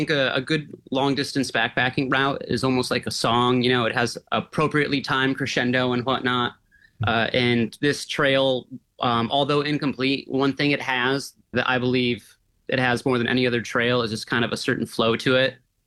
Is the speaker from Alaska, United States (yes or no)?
yes; Alaska, United States; I was born in Alaska. I'm from Alaska, but my family moved around a lot.